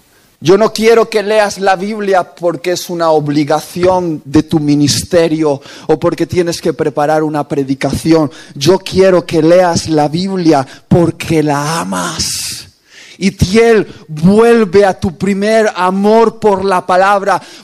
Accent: Basque Country, Spain; Y yo le dije, orgulloso como buen vasco

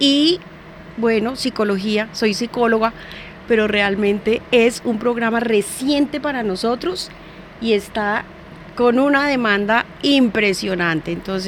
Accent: Bogotá, Bogotá Capital District, Colombia; como bogotanos, como colombianos

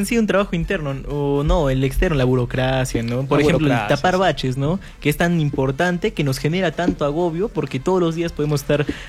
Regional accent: Arequipa, Peru; ¿qué nos falta como arequipeños para vigilar y exigirle a esas autoridades durante todo su mandato

